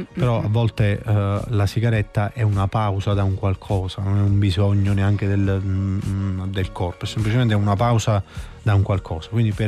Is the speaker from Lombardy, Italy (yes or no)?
no; Benevento, Campania, Italy; now in Naples, Italy; No, che io in realtà non sono napoletano.